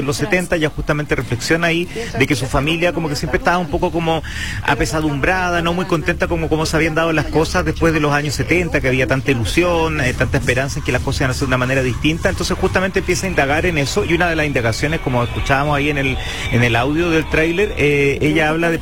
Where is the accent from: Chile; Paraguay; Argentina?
Chile; cómo somos los chilenos